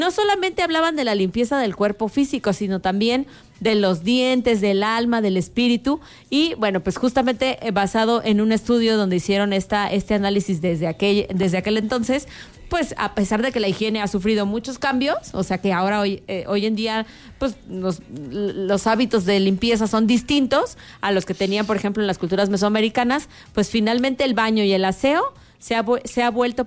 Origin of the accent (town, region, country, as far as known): Mexico